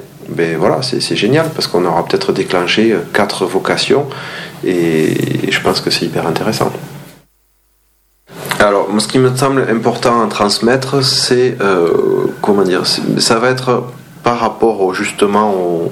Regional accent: Toulouse, Occitanie, France; born there; je suis né à Toulouse, dans une famille de républicains espagnols, réfugiés, qui ont fui l'Espagne pendant la guerre. Donc je suis né français, je me suis découvert occitan et je suis né espagnol sans le savoir. Donc pouf, j'ai trois cultures.

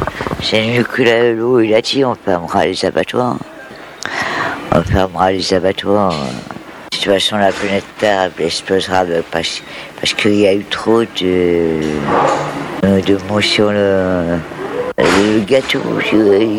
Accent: Denmark; Ah, je suis de loin, ouais. Je suis du Danemark.

